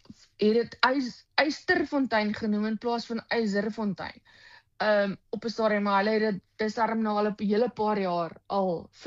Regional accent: Darling, Western Cape, South Africa; ek het groot geword in Darling en so ek is gebore en getoe in hierdie area.

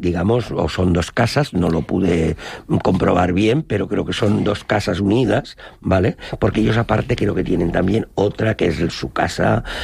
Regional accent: Monóvar, Valencian Community, Spain; cuando yo dije, soy de Monóvar, tal, ¿conoces el fondillo?

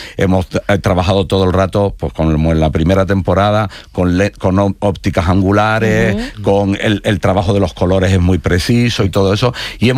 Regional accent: Canary Islands, Spain; debo ser como por canario, no sé, que somos carnavaleros y exagerados.

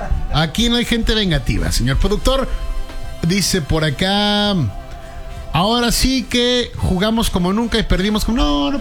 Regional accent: Mexico; y nos unió como mexicanos.

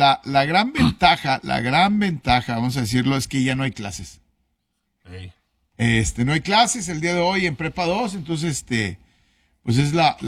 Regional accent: Mexico

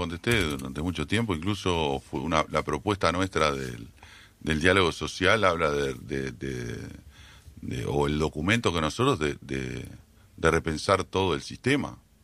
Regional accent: Uruguay; hay cosas que nosotros debemos discutir como uruguayos de derogaciones que tiene el BPS.

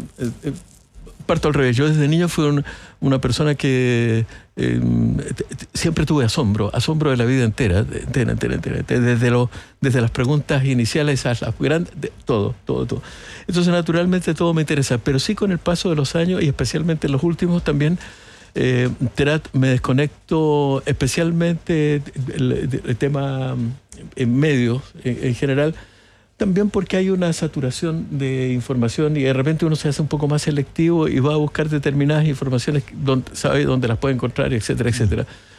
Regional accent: Valparaíso, Chile; born there; moved away as an adult; also born or lived in Madrid; Yo soy porteño, nací en Valparaíso, siempre amé al mar

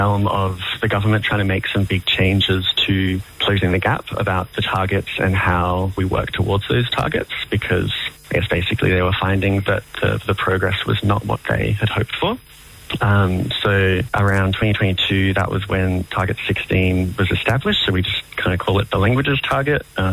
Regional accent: Canberra, Australian Capital Territory, Australia; also born or lived in Kununurra, Western Australia; But me, I grew up here on Ngunnawal country in Canberra, where Zoe and I are both calling from.

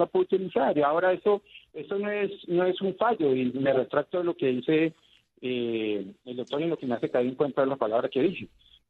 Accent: Colombia; Entonces, y todos somos colombianos.

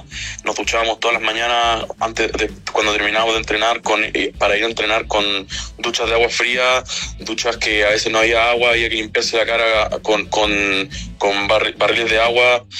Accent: Chile; moved away as an adult; now in France; respecto a ser el único chileno en la liga

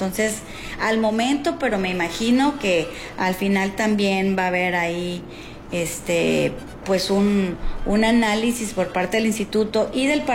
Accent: Mexico

